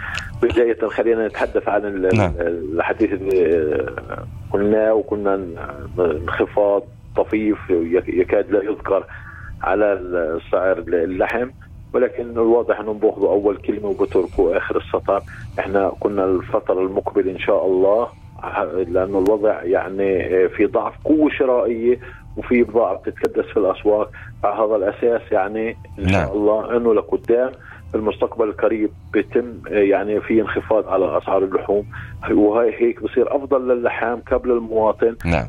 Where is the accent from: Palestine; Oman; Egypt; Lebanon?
Palestine; West Bank; عندنا في الضفة